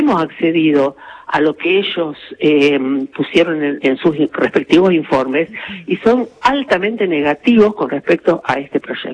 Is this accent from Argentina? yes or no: yes; Santa Fe, Argentina; nosotros como santafesinos